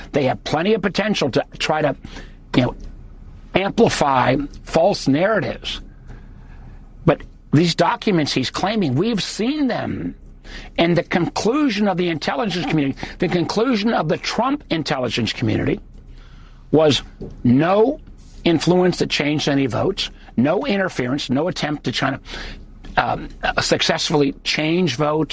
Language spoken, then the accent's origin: English; United States; As an American, I'm embarrassed.